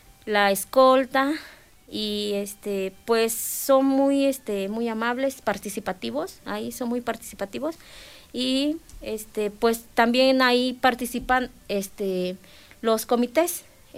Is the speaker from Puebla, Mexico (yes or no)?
yes; Izúcar de Matamoros, Puebla, Mexico; Yo no soy de Xochitepec, pero he escuchado, yo soy de Izúcar de Matamoros